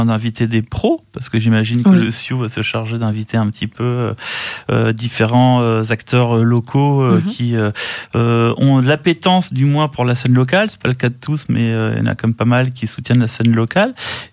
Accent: Carantec, Brittany, France; also born or lived in Morlaix; je suis de Carantec, je suis né à Carantec.

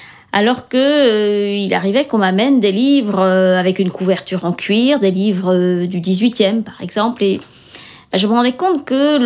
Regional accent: Saint-Sauveur, Brittany, France; also born or lived in Brest; Je suis originaire de Saint-Sauveur, là où je suis installée maintenant. J'ai habité 10 ans à Brest, effectivement, puisque j'ai travaillé pendant 10 ans à Brest. Et après, je suis revenue m'installer dans des bâtiments de ferme qui appartenaient à mes parents.

